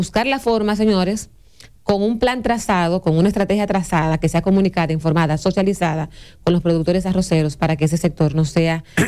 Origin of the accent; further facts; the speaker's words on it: Dominican Republic; yo estar en mi país, mi República Dominicana